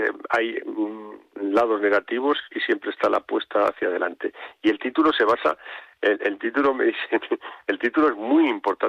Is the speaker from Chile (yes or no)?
no; Barbastro, Aragon, Spain; born there; Yo nací en Barbastro, en la provincia de Huesca, soy aragonés